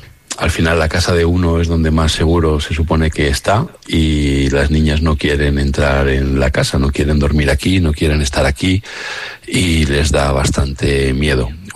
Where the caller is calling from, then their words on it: Armilla, Andalusia, Spain; vivo en Armilla, Granada.